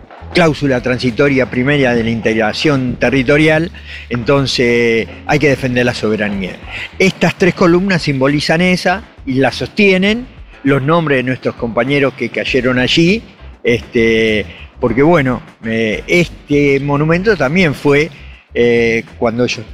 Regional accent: Argentina; quienes defienden la Argentina somos todos los argentinos

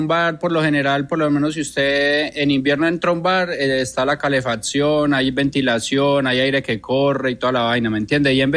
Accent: Neiva, Huila, Colombia; also born or lived in Eje Cafetero; now in France; uno crió en Colombia, yo soy de Neiva, o sea, yo me crié en Neiva.

